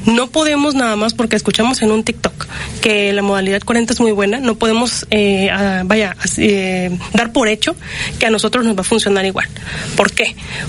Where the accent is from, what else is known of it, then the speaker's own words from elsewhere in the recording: Ángel R. Cabada, Veracruz, Mexico; Y bueno, tenemos otra oficina en Ángel R. Cavada, Veracruz, en la zona de los Tuxtlas. Uh-huh. Soy originaria de allá.